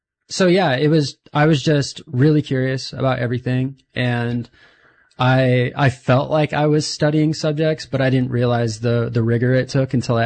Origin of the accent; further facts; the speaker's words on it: Winnemucca, Nevada, United States; moved away as an adult; now in Ukiah, United States; I'm from Winnemucca, Nevada, born and raised out there, moved away when I was 18 and have been kind of bounced around the cities here and there. I didn't come out to Ukiah until COVID happened.